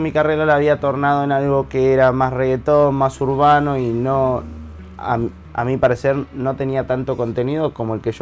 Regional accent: Necochea, Buenos Aires Province, Argentina; born there; Yo nací en Necochea. Necochea es una playa al sur de Buenos Aires, que es la más linda de Argentina.

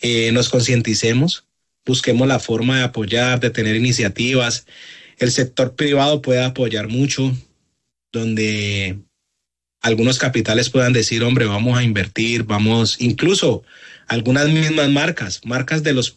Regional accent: Cali, Valle del Cauca, Colombia; moved away as an adult; now in Tampa, United States; yo soy de Cali, y pues lo que es alrededor de Cali, todo el tema del Cauca, vivimos todo este flagelo

